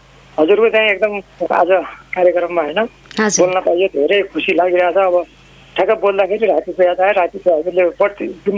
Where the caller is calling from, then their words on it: Banke District, Lumbini Province, Nepal; म बाँके जिल्ला